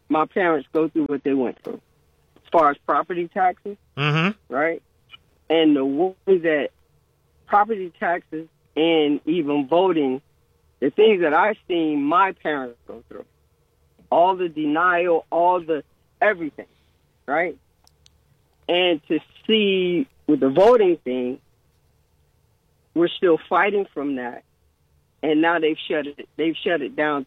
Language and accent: English; Florida, United States; now in Akron, United States; I was born and raised in Florida.